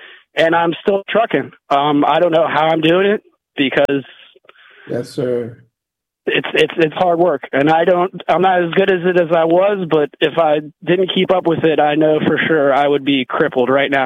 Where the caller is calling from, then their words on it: Kensington, Maryland, United States; from Kensington.